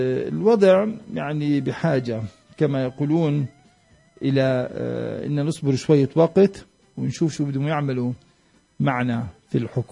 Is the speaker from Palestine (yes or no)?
yes; Palestine; احنا كفلسطينيين